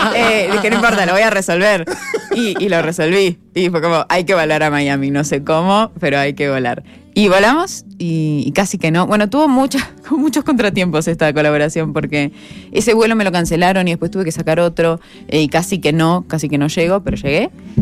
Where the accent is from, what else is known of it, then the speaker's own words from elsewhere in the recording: Argentina; moved away; yo soy de Argentina, pero mi apellido tiene origen sirio